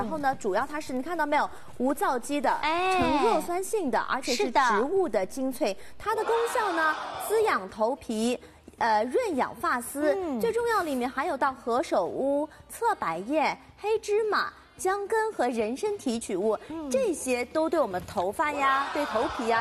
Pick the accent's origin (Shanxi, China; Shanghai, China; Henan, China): Shanghai, China